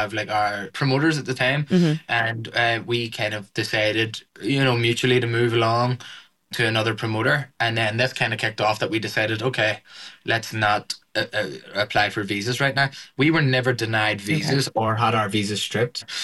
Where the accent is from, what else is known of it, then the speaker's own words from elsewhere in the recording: Ireland; but we're Irish, and we grew up here as Britain's first colony.